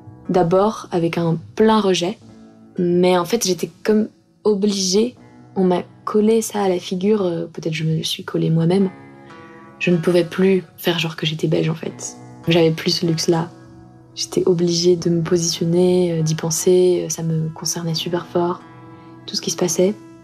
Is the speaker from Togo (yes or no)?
no; Russia; quand je dis que je suis russe, eh ben, je me sens toujours obligée de dire « mais je suis ».